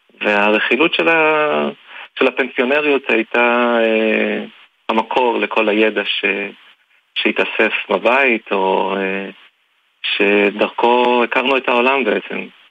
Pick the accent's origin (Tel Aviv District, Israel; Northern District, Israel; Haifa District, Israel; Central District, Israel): Central District, Israel; Lod; also born or lived in Russia; אני ככה גדלתי בלוד אחרי שעליתי בגיל 6.